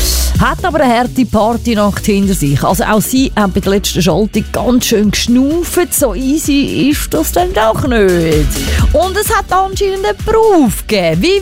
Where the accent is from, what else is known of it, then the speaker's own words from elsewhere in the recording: Zurich, Switzerland; Das langt mir als Zürcher. Wir müssen nicht höher raus. Wir sind eben schon hure bescheiden, wir Zürcher.